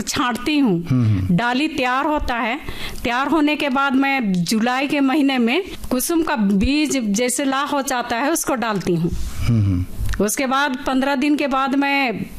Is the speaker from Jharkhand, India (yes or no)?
yes; Jharkhand, India; मैं रहने वाली नामकुम के प्रखंड खरसीदाग।